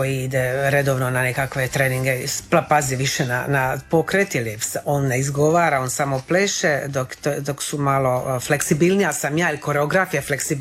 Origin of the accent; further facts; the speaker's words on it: Croatia; kod nas u Hrvatskoj